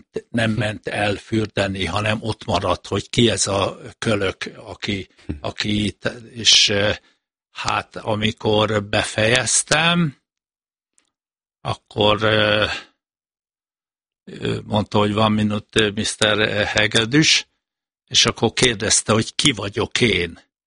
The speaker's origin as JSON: {"language": "Hungarian", "country": "Hungary", "said": "magyar ember vagyok"}